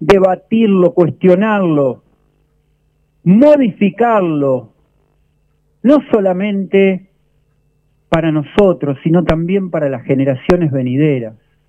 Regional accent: Argentina; esto que sentimos como argentinos

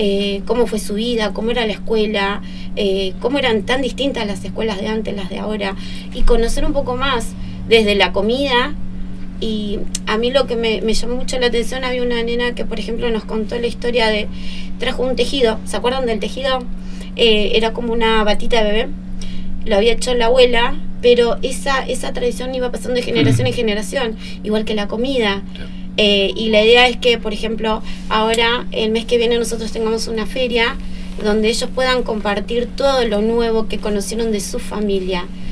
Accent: Argentina; como somos los argentinos

